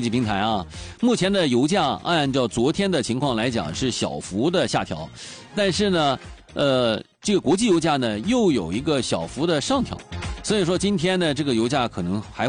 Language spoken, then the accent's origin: Chinese; Dalian, Liaoning, China